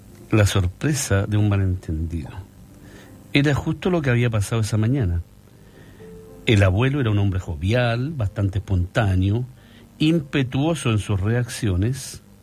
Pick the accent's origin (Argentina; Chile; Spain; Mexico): Chile; San Clemente, Maule; nosotros somos de San Clemente, pero nuestro programa se llama Conversemos